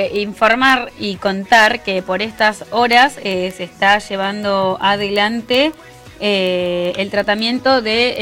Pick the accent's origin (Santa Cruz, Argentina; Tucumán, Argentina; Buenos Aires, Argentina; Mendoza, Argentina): Santa Cruz, Argentina; Perito Moreno; Yo que vine de Belgrano 1347 de Perito. Yo llevé la bandera de Perito Moreno a lo más alto.